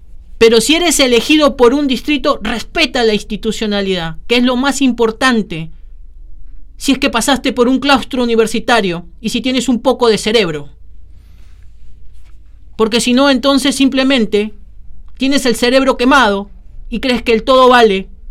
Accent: Argentina; nosotros somos ciudadanos argentinos

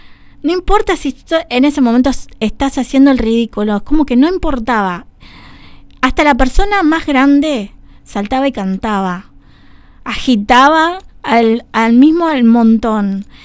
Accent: General Rodríguez, Buenos Aires Province, Argentina; yo soy de Rodríguez.

